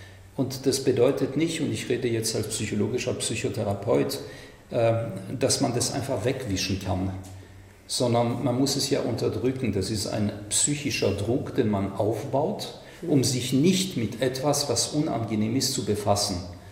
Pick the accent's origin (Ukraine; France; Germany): France; Ich komme aus Frankreich. Mir ist es sehr wichtig.